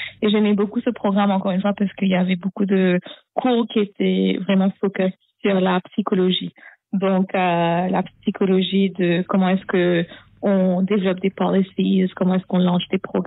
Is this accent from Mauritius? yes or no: yes; Vacoas, Plaines Wilhems, Mauritius; moved away as an adult; now in New York, United States; Je suis née à Vakwa j'ai grandi à Maurice. Enfin, j'étais à l'école, au MGI, à Dr. Maurice Curé. Et ensuite, j'ai quitté Maurice quand j'avais 19 ans pour mes études aux États-Unis.